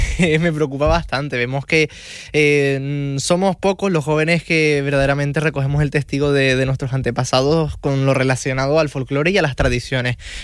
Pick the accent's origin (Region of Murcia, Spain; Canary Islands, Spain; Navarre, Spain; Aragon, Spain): Canary Islands, Spain; accent: Canarian; Qué bonito es escuchar un canario y qué bonito es escuchar nuestro acento, no solo aquí en Canarias, sino también fuera de las islas.